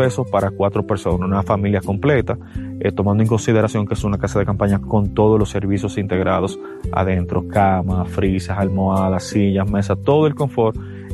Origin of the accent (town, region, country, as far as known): Dominican Republic